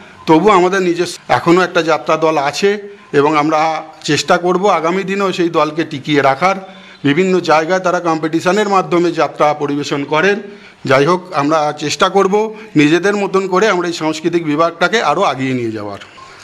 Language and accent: Bangla; Jagatballavpur, West Bengal, India; 5টা 7টা বড় বড় মাঠ আছে আমাদের জগৎবল্লভপুর গ্রামের মধ্যে